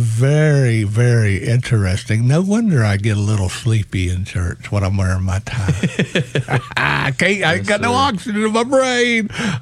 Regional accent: the South, United States; Well, you know, I was born and raised here in the South.

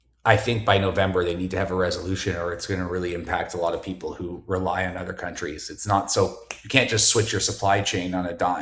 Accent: Canada; that's not me hoping as a Canadian.

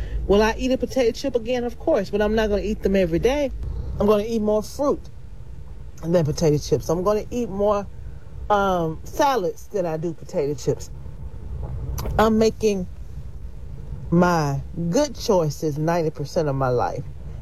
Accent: Memphis, Tennessee, United States; I'm from Memphis, home of some of the best barbecue.

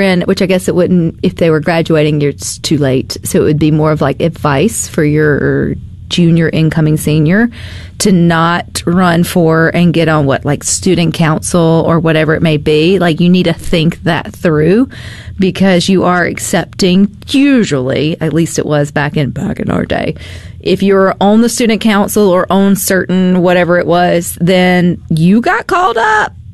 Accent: Terry, Mississippi, United States; I was from Terry.

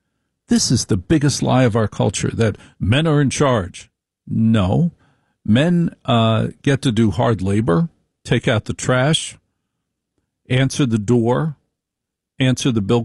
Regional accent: New Jersey, United States; when I grew up in Jersey

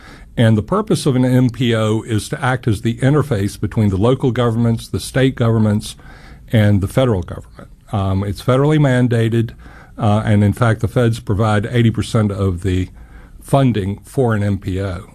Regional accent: Roanoke, Virginia, United States; also born or lived in Florida; now in Morgantown, United States; I'm originally from Roanoke, Virginia, and so as is my wife, and so we found a job here, which is a 5-hour drive approximately to Roanoke versus 14 hours. When we were in Florida

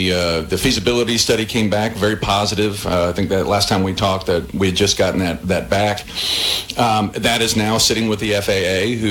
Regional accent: Mississippi, United States; now in Oxford, United States; Like, I grew up on the Gulf Coast

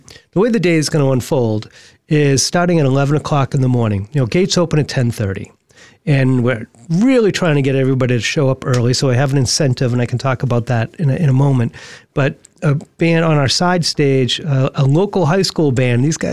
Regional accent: Boston, Massachusetts, United States; I'm from Boston. My very first show, I was 14 years old, and I saw … at the Orpheum Theater in Boston.

